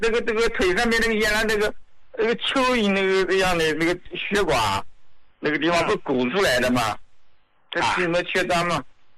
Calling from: Nanjing, Jiangsu, China; 你好，胡老，我是南京的胡家老高的受用者。

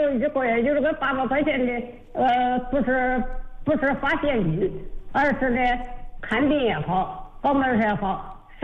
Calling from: Zhongxiang, Hubei, China; 荆门是中祥市的人。

